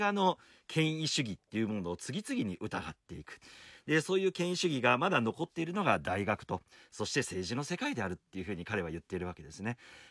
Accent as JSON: {"language": "Japanese", "region": "Osaka", "country": "Japan", "tie": "born or raised there", "said": "僕は大阪生まれの大阪育ちなんですけども、大阪関西の言葉ですよね。"}